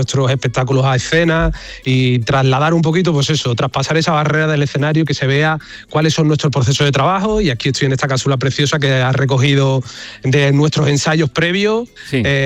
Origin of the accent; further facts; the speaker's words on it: Coria del Río, Andalusia, Spain; y mi pueblo no hablo de Coria del Río, sí, que soy oriundo de ahí, sino de mi gente, de mi pueblo, de mi país.